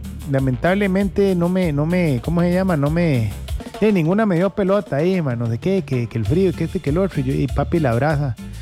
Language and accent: Spanish; Tierra Blanca, Cartago, Costa Rica